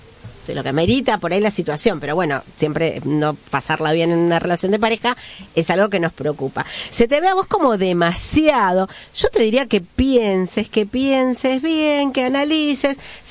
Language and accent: Spanish; Lanús, Buenos Aires Province, Argentina; Yo soy de Lanús y digo, soy de Lanús.